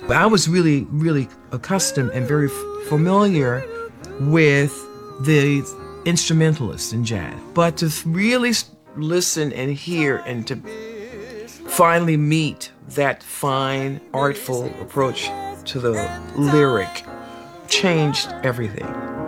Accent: Miami, Florida, United States; born there; I was born in Miami, Florida. The family life was really centered around church, community.

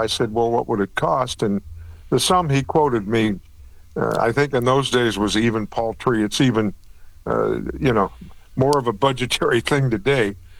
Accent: Pittsburgh, Pennsylvania, United States; born or raised there

